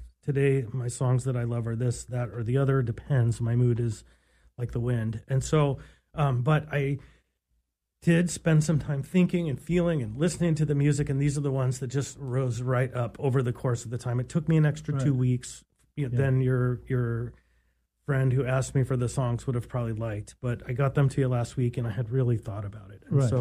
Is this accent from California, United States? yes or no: yes; Santa Maria, California, United States; moved away as an adult; also born or lived in San Luis Obispo, California; now in Alaska, United States; I was born in Santa Maria, California, and raised on the Central Coast between Santa Maria, San Luis Obispo.